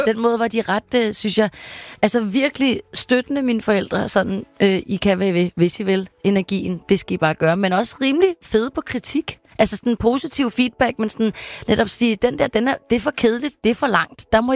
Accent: Capital Region of Denmark, Denmark; also born or lived in Copenhagen; Vi flyttede lidt til Nordsjælland i det meste af min barndom faktisk, men jeg blev født i København, lad os sige det sådan.

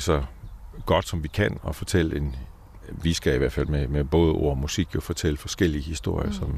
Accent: Jutland, Denmark; Så godt det, som jeg nu som jyde kan vurdere det.

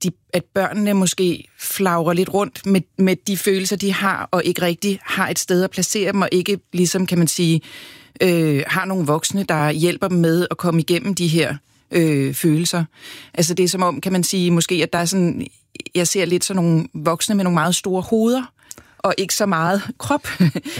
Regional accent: Copenhagen, Capital Region of Denmark, Denmark; jeg er opvokset på Christianshavn, hvor kan man sige, den venstrefløj jo især også holdt til.

